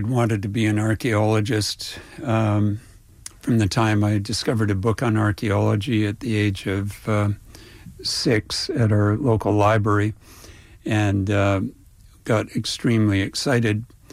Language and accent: English; Calgary, Alberta, Canada; But originally, I come from Calgary, where I was bor